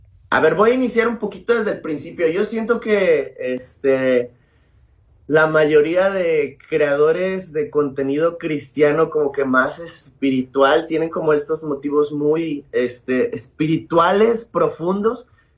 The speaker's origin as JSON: {"language": "Spanish", "region": "Veracruz", "country": "Mexico", "said": "Soy mexicano, lo más importante, soy cristiano. Vivo acá en Veracruz, en un estado que se llama Veracruz, es del puerto, soy porteño directamente."}